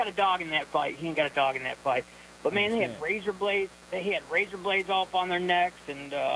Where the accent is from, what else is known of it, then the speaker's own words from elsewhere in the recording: Alabama, United States; born there; also born or lived in New York; So I'm like, I was born in Alabama, moved up to New York when I was like 10, and then moved back down here about 10 years ago, right? So my father, he's from here.